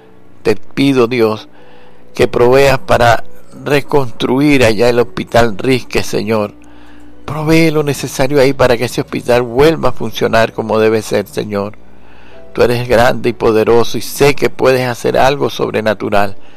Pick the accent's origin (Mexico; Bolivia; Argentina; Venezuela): Venezuela; las familias de Venezuela, por todos aquellos que hacen vida en mi tierra